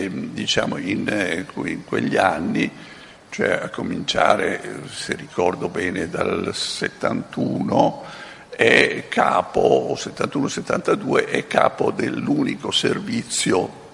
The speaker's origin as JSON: {"language": "Italian", "region": "Veneto", "country": "Italy", "tie": "born there", "also_born_or_lived": "Schio", "said": "io sono nato proprio in quegli anni, cioè alla fine della guerra, e sono nato nel Veneto, dove le cose atroci erano di casa"}